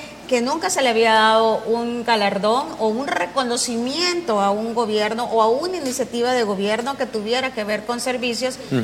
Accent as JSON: {"language": "Spanish", "country": "El Salvador"}